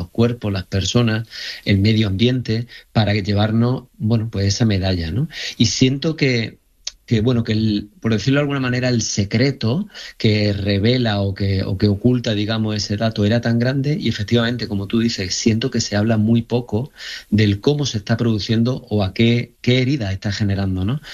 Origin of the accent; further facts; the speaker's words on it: Jaén, Andalusia, Spain; soy de Jaén y de familia que ha trabajado el campo